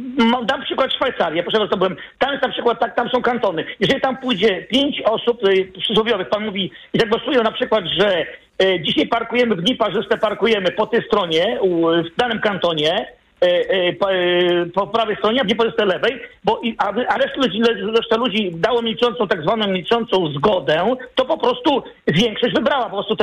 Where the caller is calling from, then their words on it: Wrocław, Lower Silesian Voivodeship, Poland; u nas w Wrocławiu były dwa nieudane próby referendum odwołania naszego prezydenta.